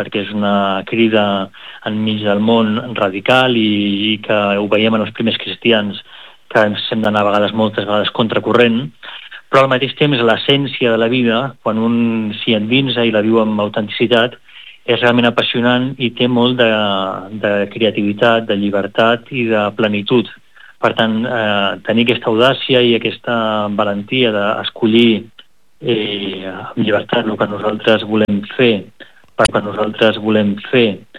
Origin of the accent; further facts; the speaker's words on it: Girona, Catalonia, Spain; moved away as an adult; also born or lived in Barcelona; now in Rome, Italy; jo he passat la meva infància i adolescència i joventut a Girona, estudiant aquí a Girona, i amb la família també aquí a Girona, que encara estan allà, evidentment.